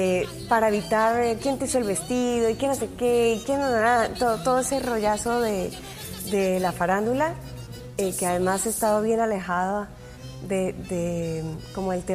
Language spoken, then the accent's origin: Spanish; Colombia; now in United States; nosotros salimos de Colombia y nos vinimos para acá, para los Estados Unidos, y eso hizo como que nos fracturáramos.